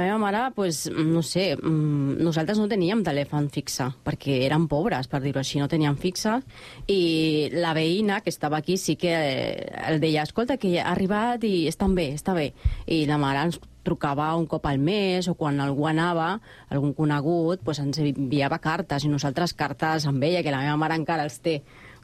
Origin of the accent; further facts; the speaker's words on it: Guayas, Ecuador; now in Spain; bon dia. Bueno, jo sóc de l'Equador, concretament de Guayaquil, un poble que està a 2 hores, per dir-ho així. Bueno, el meu poble és petit, és pobre